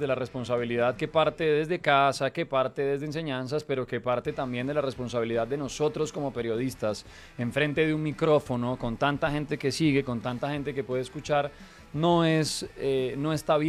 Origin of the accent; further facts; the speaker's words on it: Bogotá, Colombia; born there; No tiene sentido alguno que porque mi cédula diga que nací en Bogotá, la mía dice que está registrada en Cajicá.